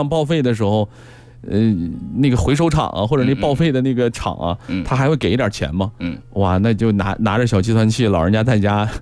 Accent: Jilin, China; moved away; 因为我妈在老家，就是在北方，我是吉林人

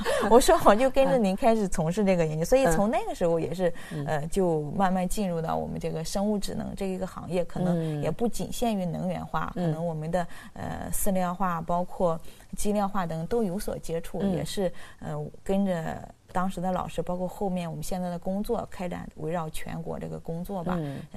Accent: Linyi, Shandong, China; moved away; 我说是我们山东临沂的，说是不是农村，我说是农村。

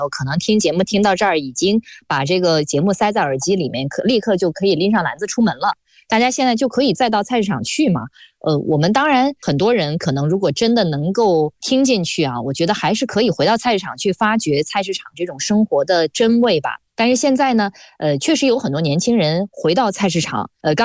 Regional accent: China; 我们中国人

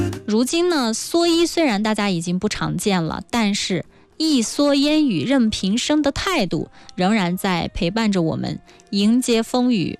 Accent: China; 这是我们国家的原创的，这是我们中国人的祖先啊，先创造了木屐啊

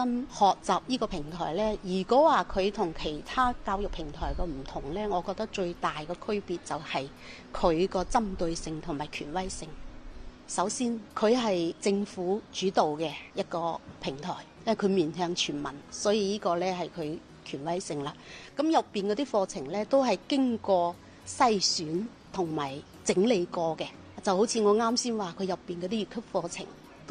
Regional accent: Guangdong, China; 作為我哋廣府人，對於嶺南文化應該都係有一定熟悉嘅

